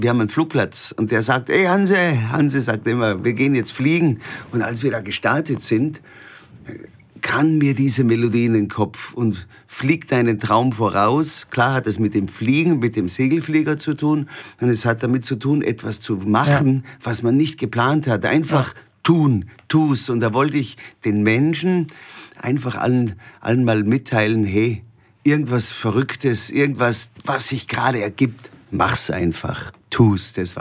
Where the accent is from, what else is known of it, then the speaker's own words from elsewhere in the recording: Mauterndorf, Salzburg, Austria; now in Bodenheim, Germany; Und da ist dieses kleine Dörfchen Mautendorf. Da bin ich auf einem Bergbauernhof aufgewachsen.